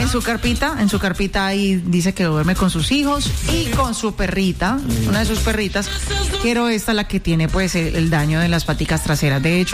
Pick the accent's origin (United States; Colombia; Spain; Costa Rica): Colombia; Cali, Valle del Cauca; a mí me duele mi Cali, soy de aquí de Cali.